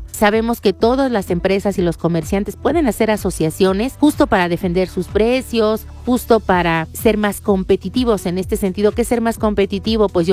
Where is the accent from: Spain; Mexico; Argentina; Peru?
Mexico; Zimapán, Hidalgo; Yo soy de Zimapán, tengo que compartirles, así es que sé de lo que hablo cuando le digo que es riquísima.